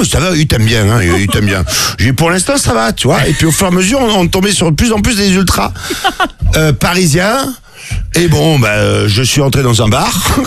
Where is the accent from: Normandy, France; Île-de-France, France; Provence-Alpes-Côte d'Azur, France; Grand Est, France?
Provence-Alpes-Côte d'Azur, France; Marseille; Et moi, autant, je suis Marseillais, j'ai roulé sans assurance, sans casque, jusqu'à l'âge de 20 ans.